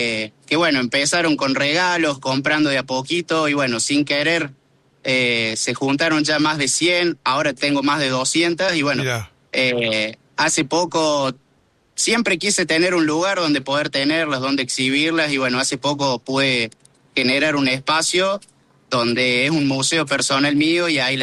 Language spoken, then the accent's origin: Spanish; Arroyito, Córdoba, Argentina; accent: tonada cordobesa; De Arroyito, Córdoba, a 120 kilómetros de la capital.